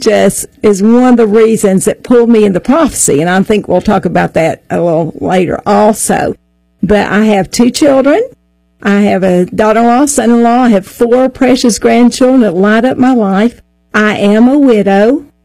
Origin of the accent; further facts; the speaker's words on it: Tri-Cities, Tennessee, United States; Well, I'm from Tennessee, Tri-Cities, Tennessee, as a matter of fact, and I was raised in a Christian home